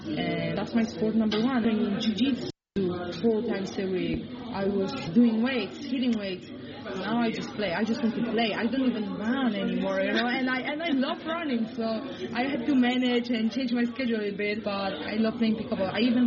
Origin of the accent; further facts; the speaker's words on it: Austin, Texas, United States; I'm from Austin. They just opened the first pickleball court.